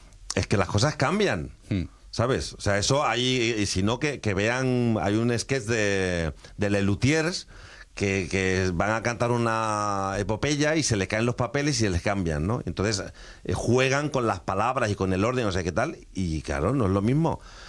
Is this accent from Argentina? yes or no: no; Extremadura, Spain